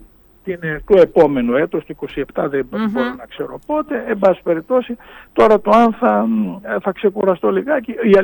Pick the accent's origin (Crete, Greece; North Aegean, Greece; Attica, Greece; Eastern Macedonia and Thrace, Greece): Eastern Macedonia and Thrace, Greece; Drama; Κατάγομαι από τη Δράμα, είναι κάτι εξοχή συντηρητικό νόμο, όπου δεξιά και ακροδεξιά έχουν περίπου 60%, πάνω από 50% δηλαδή.